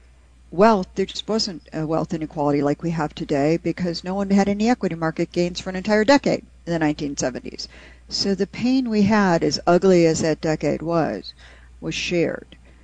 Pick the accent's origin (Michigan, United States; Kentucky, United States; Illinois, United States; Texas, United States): Michigan, United States; Detroit; I'm a child of the 1970s, and I became an economist because I grew up in Detroit.